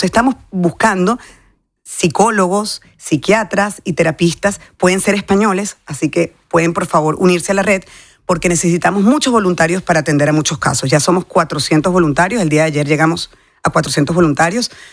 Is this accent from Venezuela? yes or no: yes; Venezuela; Es increíble lo que estamos aprendiendo como venezolanos hoy.